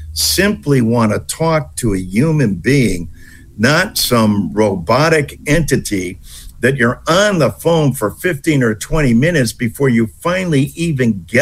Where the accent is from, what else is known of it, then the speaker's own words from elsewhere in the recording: East Hartford, Connecticut, United States; I've yet to have anyone raise their hand except once in my hometown of East Hartford.